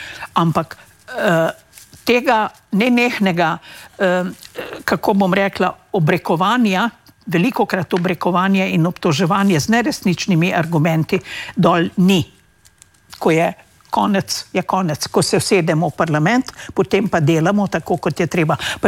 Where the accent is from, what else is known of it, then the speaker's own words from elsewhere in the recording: Upper Savinja Valley, Slovenia; now in Spain; sama izhajam iz Gornje Savinjske doline.